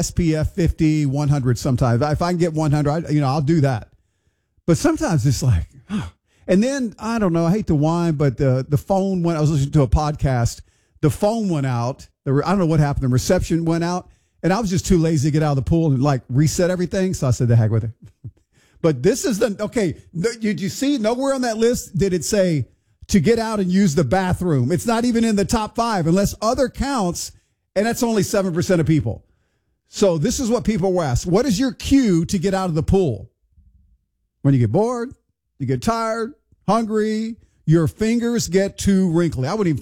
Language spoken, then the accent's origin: English; Houston, Texas, United States; Growing up in Houston, Texas, we used to sneak into somebody's apartment complex and swim.